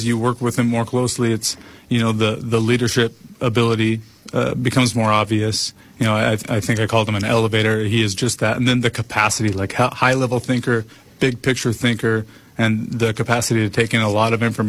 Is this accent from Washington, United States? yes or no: yes; Washington, United States; moved away as an adult; now in Minnesota, United States; I'm from Eastern Washington